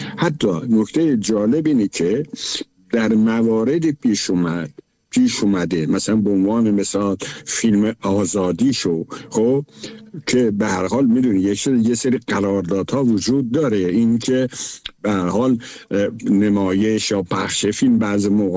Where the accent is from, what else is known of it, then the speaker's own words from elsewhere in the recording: Iran; آره بابا، ما ترکیم. وقتی اینه گفتم ترکیم، این میدونم که تو شهر یه سری آدم ها هستن که سریع قلقلکشون میشه، آقا چه میدونم ترک و نمیدونم فلان، ولی ما ترکیم.